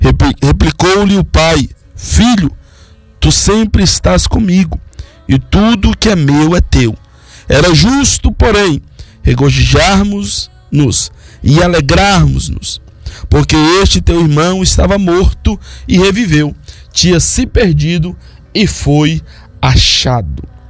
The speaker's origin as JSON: {"language": "Portuguese", "country": "Brazil", "said": "nós aqui como brasileiros"}